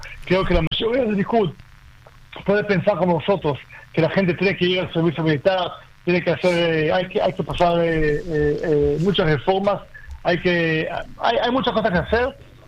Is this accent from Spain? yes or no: no; Argentina; born there; Como yo soy latino, nací en Argentina y tengo mucho cariño a Argentina